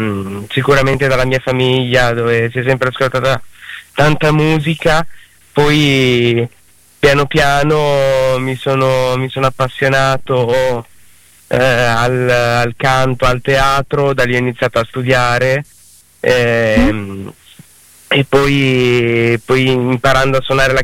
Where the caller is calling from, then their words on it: Bologna, Emilia-Romagna, Italy; Io sono di Bologna.